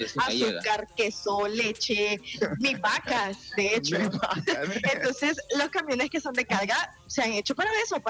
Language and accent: Spanish; Chalatenango, El Salvador; yo soy de Chalate, yo soy de la zona agropecuaria.